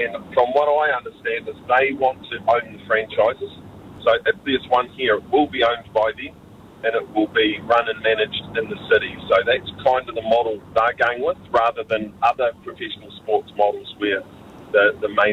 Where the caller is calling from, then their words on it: Christchurch, Canterbury, New Zealand; here in I'm calling from Christchurch